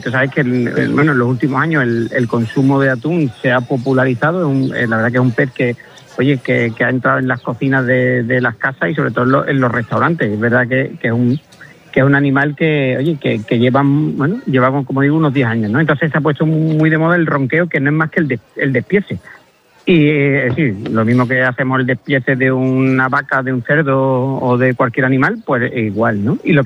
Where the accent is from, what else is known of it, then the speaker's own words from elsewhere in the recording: Andalusia, Spain; y en mi tierra, por la parte que decías tú, Ana, muy bien, que mi pueblo está a 40... Yo digo que Villarreal está a 40 kilómetros de todo, porque está a 40 kilómetros de Huelva capital, está a 45 de Sevilla